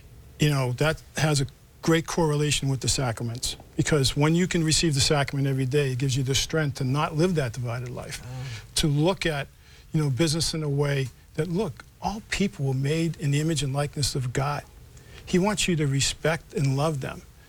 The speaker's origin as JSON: {"language": "English", "town": "Charlestown", "region": "Massachusetts", "country": "United States", "tie": "born or raised there", "said": "Yeah, born and raised in Charlestown, you know, in that one square mile."}